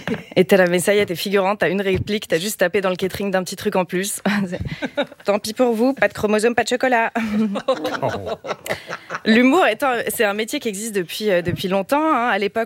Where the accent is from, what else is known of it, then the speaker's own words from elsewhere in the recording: Switzerland; chez nous, en Suisse